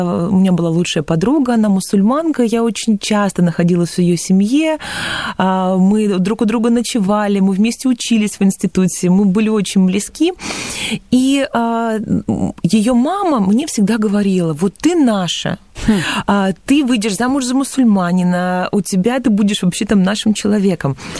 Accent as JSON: {"language": "Russian", "country": "Russia", "tie": "born there"}